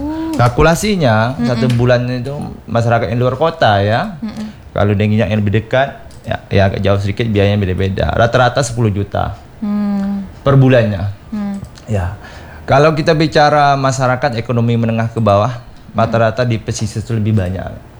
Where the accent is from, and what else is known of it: Riau, Indonesia